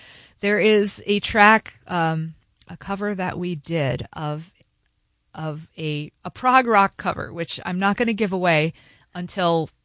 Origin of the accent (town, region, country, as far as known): Saratoga Springs, New York, United States; born there; also born or lived in Beacon